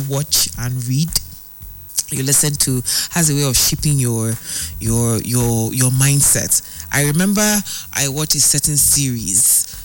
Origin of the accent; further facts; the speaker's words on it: Nigeria; as a Nigerian